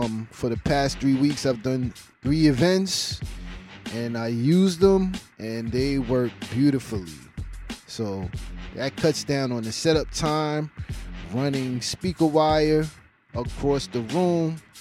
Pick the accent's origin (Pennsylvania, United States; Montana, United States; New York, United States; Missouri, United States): New York, United States; New York City; since I'm from Crown Heights